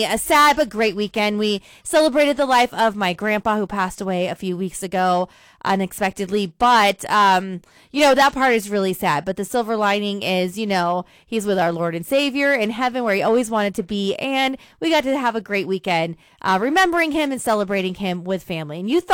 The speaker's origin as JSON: {"language": "English", "town": "Beatty", "region": "Nevada", "country": "United States", "tie": "born or raised there", "also_born_or_lived": "Phoenix, Arizona", "lives_now": "Reno, United States", "said": "I grew up in Phoenix, Southern Nevada, and Beatty. So I'm used to the heat. I mean, I say I'm used to it. I've been in Reno for almost 20 years."}